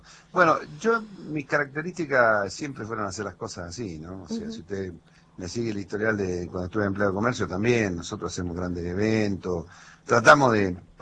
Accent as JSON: {"language": "Spanish", "town": "El Bolsón", "region": "Patagonia", "country": "Argentina", "tie": "born or raised there", "also_born_or_lived": "El Hoyo", "said": "Yo me acuerdo cuando era chico, ahí en el Hoyo y en Bolsón"}